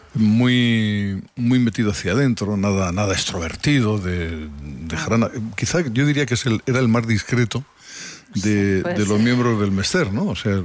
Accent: Albacete, Castilla-La Mancha, Spain; moved away as an adult; now in Madrid, Spain; Yo vengo de Albacete a estudiar periodismo

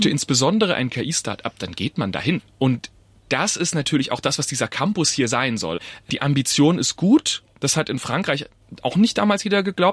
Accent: Heilbronn, Baden-Württemberg, Germany; born or raised there

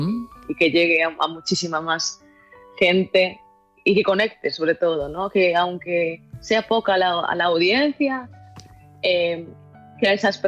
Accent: Galicia, Spain; una persona que, como buena gallega, pues dudo un montón

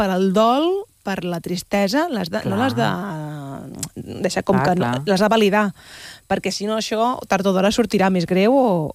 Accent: La Bisbal d'Empordà, Catalonia, Spain; moved away; avui actuo al meu poble

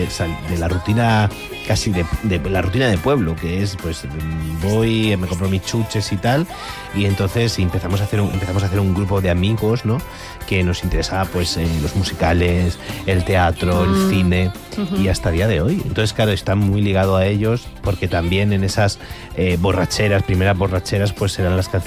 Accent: Andalusia, Spain; y yo soy del Levante. Yo he descubierto la comida del Levante y la cultura del Levante con mis amigos y con mi novio.

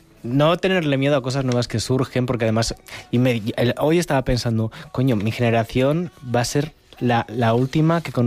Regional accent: La Guardia, Spain; cuando me preguntaba la gente, oye, ¿de dónde eres yo, La Guardia?

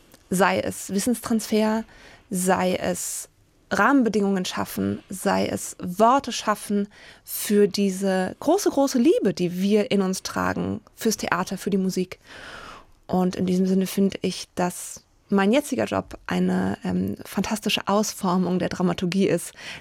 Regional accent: Berlin, Germany; moved away as an adult; also born or lived in Leipzig; now in Hesse, Germany; Ja, ich komme ursprünglich aus Berlin.

